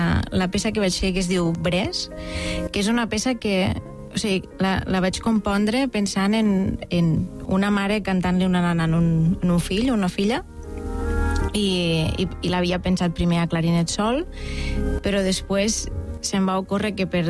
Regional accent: Catalonia, Spain; now in Barcelona, Spain; jo sóc ebrenca

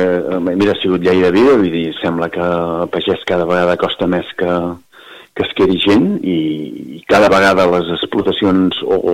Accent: Castellfollit del Boix, Catalonia, Spain; som del Bages

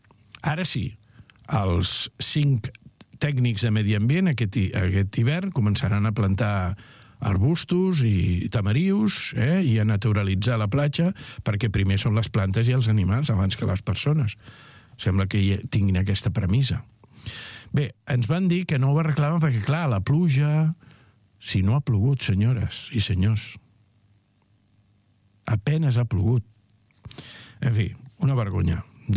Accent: Arenys, Catalonia, Spain; pels que som d'Arenys

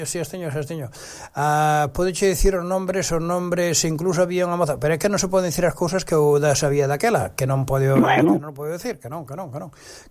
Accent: Galicia, Spain; o Centro Galego, sigo sendo galego, eu sempre fundo o Centro Galego

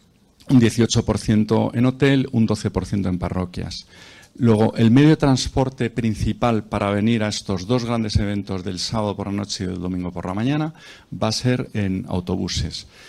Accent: Spain

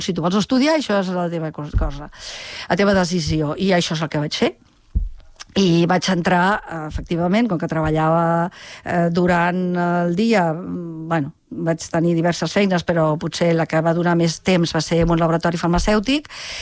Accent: Vilanova de Segrià, Catalonia, Spain; Sí, jo vaig néixer a Vilanova de Segrià, que està molt a propet de Lleida Capital, però dic que sóc de les Terres de Ponent

